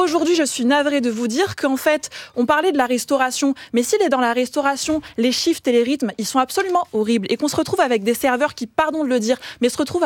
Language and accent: French; France; Et effectivement, en tant que Français, quand on va immigrer dans notre pays, bah nous en fait on est les expatriés